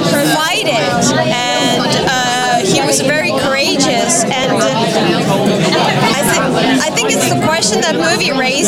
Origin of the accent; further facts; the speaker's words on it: Lithuania; I'm from Lithuania